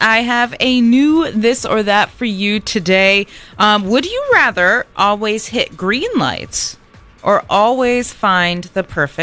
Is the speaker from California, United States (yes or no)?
yes; California, United States; born there; My mom makes a joke about how like I was born in California and you can tell by my tardiness.